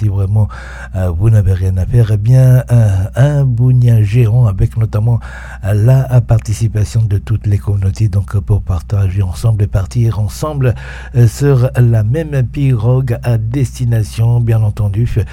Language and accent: French; New Caledonia; chez nous en Kanaky, eh bien on invite tous les communautés accueillies donc dans ce pays